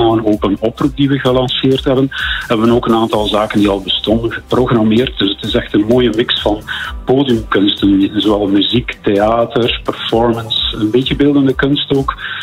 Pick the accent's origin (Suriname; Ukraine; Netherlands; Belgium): Belgium; Waregem, West Flanders; now in Bruges, Belgium; Ik ben niet van de streek. Ik heb veel met de streek. Ik ben eigenlijk van Waregem afkomstig, maar dat doet er niet toe. Ik woon toch al enkele jaren in Brugge, dus ik voel me hier echt thuis.